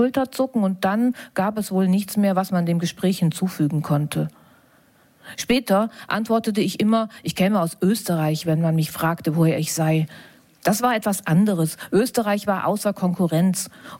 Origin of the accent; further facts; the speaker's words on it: East Germany, Germany; wir sind eigentlich auch aus der DDR ursprünglich